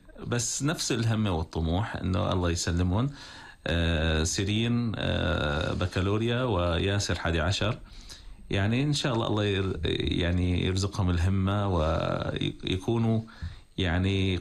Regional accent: Harasta, Rif Dimashq, Syria; أنا نشأت في دمشق في الغوطة الشرقية في حرستا. عائلتنا عائلة علمية

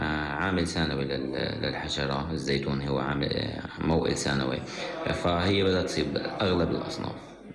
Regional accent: Syria; عندنا في سوريا

